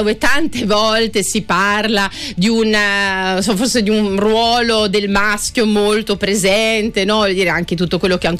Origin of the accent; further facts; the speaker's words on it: Emilia-Romagna, Italy